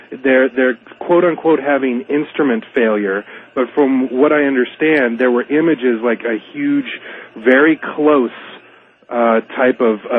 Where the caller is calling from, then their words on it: Big Island, Hawaii, United States; I'm calling from the Big Island in Hawaii.